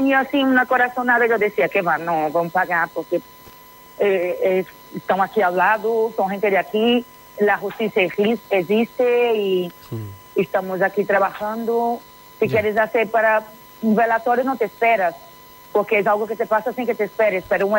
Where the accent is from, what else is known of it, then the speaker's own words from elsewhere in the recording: São Luís, Maranhão, Brazil; Spanish is a second language; now in Spain; Sí, soy de Brasil, pero bien. Hace 20 años que estoy aquí.